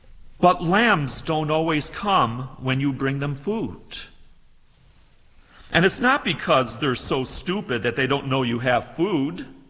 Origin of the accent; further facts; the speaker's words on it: Nantro Bridge, New York, United States; And Ottawa is only about a two-hour drive north of my hometown in northern New York called Nantro Bridge.